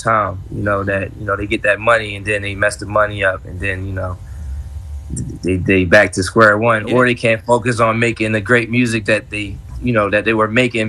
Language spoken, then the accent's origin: English; Chester, Pennsylvania, United States; I'm from Chester, PA. Oh, right outside of Philly.